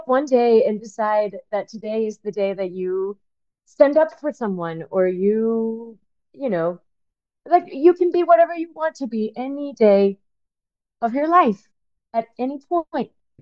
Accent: Spain; now in New York, United States; I was born in Spain, so born and raised, so that'll always be home.

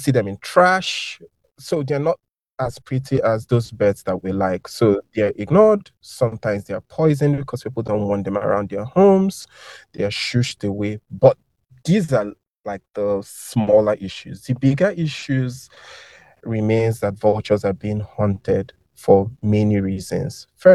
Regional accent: Lagos, Nigeria; I grew up in Lagos, which is a big city

